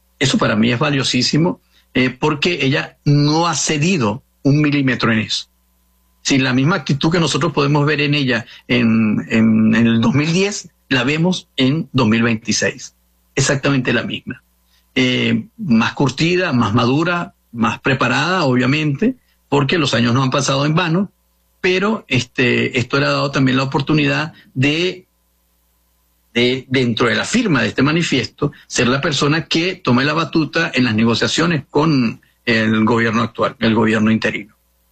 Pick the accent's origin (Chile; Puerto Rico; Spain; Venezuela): Venezuela; nosotros como venezolanos que habitamos el país